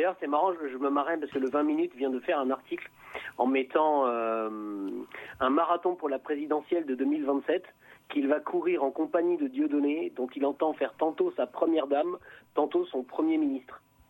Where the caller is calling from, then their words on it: Provence-Alpes-Côte d'Azur, France; j'habite sur la Côte d'Azur, donc je suis en t-shirt toute l'année